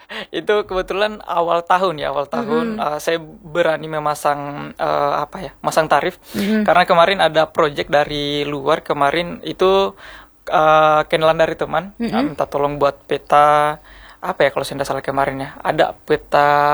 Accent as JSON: {"language": "Indonesian", "region": "Southeast Sulawesi", "country": "Indonesia", "said": "Saya asli Muna."}